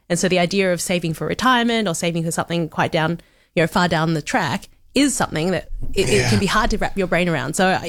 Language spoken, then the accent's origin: English; Australia; I grew up in Australia, but Commonwealth Bank, they did a little checkbook, and I had one of those as a kid.